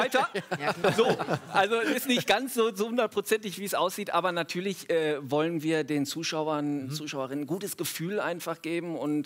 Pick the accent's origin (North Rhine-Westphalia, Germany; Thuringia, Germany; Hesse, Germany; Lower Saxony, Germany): North Rhine-Westphalia, Germany; Hattingen; auch raus aus Hatting. Ja, ja. Und habe dann aber gemerkt, wenn ich am Wochenende wieder in meiner Heimat war, das ist Töfte hier.